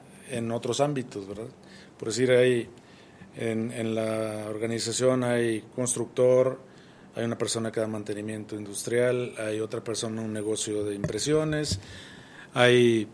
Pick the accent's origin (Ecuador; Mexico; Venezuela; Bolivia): Mexico; Tampico, Tamaulipas; moved away as an adult; now in Fresnillo, Mexico; Sí, soy originario de Tampico, pero ya me establecí aquí hace 13 años.